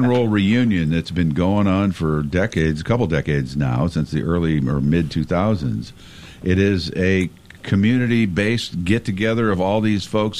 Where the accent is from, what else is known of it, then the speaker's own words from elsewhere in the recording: Pekin, Illinois, United States; also born or lived in Peoria; I grew up here. Famously, I think people maybe sometimes get tired of me saying I grew up in Pekin, lived in Peoria for 30-some years.